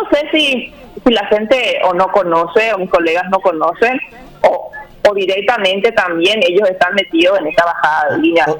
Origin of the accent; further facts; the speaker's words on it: Paraguay; Nosotros como paraguayos vamos a estar mirando así.